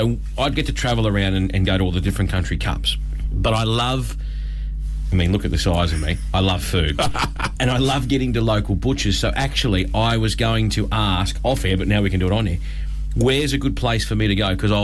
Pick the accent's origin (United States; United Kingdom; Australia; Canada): Australia; Brisbane, Queensland; moved away; I grew up in Brisbane